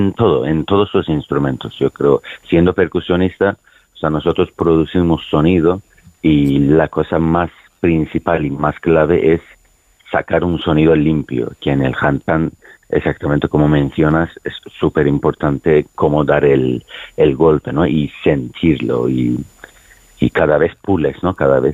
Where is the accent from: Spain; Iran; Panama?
Iran; yo soy turco de Irán